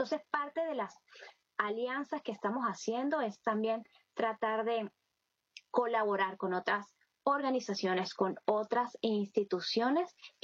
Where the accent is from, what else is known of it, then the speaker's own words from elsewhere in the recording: Venezuela; darles la mejor imagen de lo que somos como venezolanos, lo que somos como ciudadanos